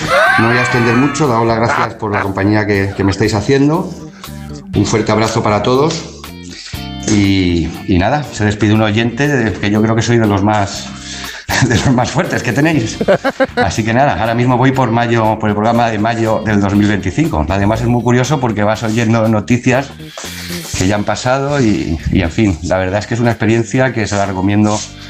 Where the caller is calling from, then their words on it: El Molar, Community of Madrid, Spain; del Molar, en Madrid, muy cerquita de vuestro estudio, en Sanse.